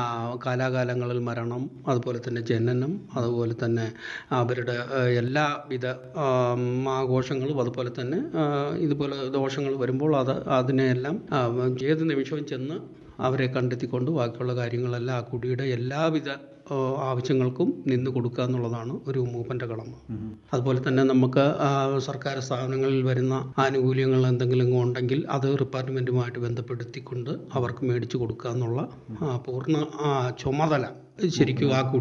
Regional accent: Kerala, India; ജനിച്ചു വളർന്ന ആളാണ്. ജനിച്ചു വളർന്ന തന്നെ ഇവിടെ തന്നെ സ്ഥിരം ഞങ്ങളുടെ അച്ഛനും അപ്പൂപ്പന്മാരൊക്കെ ആയിട്ട് സ്ഥിരമായിട്ട് ഇവിടെ ഉള്ള

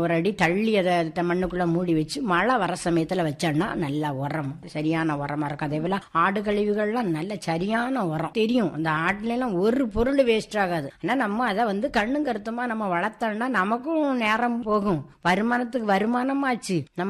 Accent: Tamil Nadu, India

